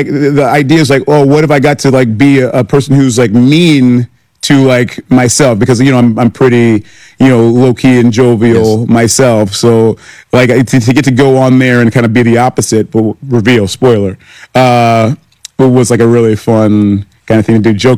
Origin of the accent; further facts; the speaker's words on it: Ghana; they know that I'm Ghanaian, you know, my mother's Ghanaian.